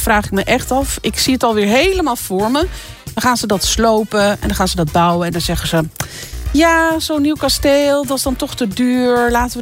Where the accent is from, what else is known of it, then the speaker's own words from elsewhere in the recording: Almere, Flevoland, Netherlands; Ik moet echt even bijkomen als Almeerder.